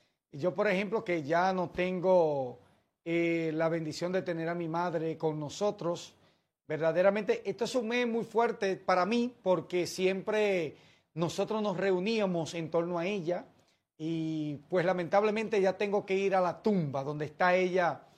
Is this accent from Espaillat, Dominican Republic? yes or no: no; San José de las Matas, Santiago, Dominican Republic; yo soy nativo de San José de las Matas, de allá de las placetas San José de las Matas